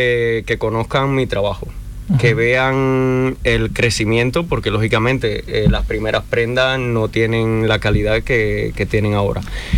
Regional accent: Cuba; soy un diseñador cubano

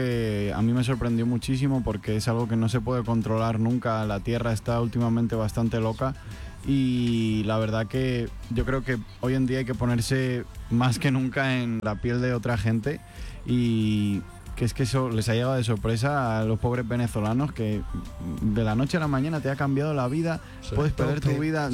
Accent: Madrid, Community of Madrid, Spain; yo soy de Madrid, de verdad, mi familia, todo.

